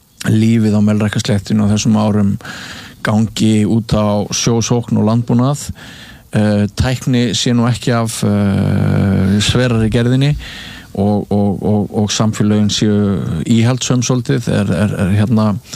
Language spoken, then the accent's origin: Icelandic; Mývatnssveit, Northeastern Region, Iceland; Ég minnist þess líka af því að ég ólst upp í Mývasveitinni.